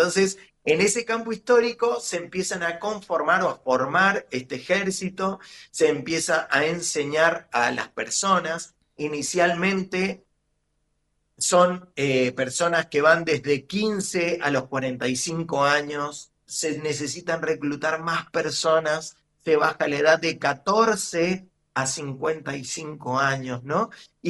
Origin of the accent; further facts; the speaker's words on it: Argentina; nosotros como argentinos, como alumnos que hemos ido a la escuela, y nos han enseñado de alguna manera la gesta libertadora